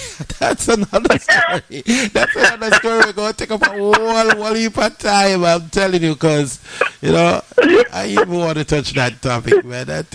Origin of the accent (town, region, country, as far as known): Jamaica